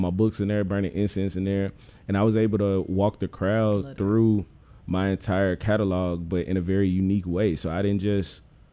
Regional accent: Memphis, Tennessee, United States; I'm from Orange Mound. Hey. And I grew up in the Mound when the Mound was the Mound.

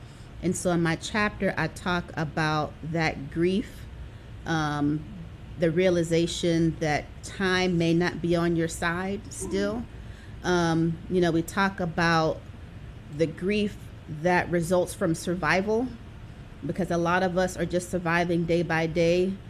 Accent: Pittsburgh, Pennsylvania, United States; now in Atlanta, United States; I am hailing from Atlanta, but I'm also by way of Pittsburgh, Pennsylvania. I grew up in Pittsburgh.

